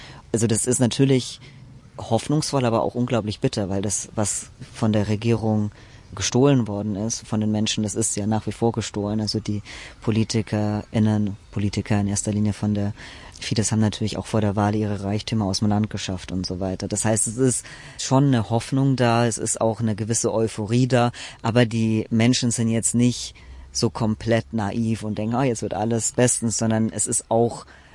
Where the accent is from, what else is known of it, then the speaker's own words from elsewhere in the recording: Germany; first language German; mein ganzes Leben eigentlich so die Sommer immer in Ungarn verbracht. Also meine Eltern leben in Deutschland. Ich bin auch in Deutschland größtenteils aufgewachsen und meine Familie ist in Ungarn.